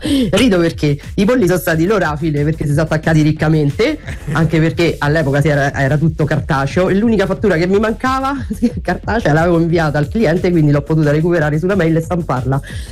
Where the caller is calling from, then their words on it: Lazio, Italy; io sono da Cogli Albani.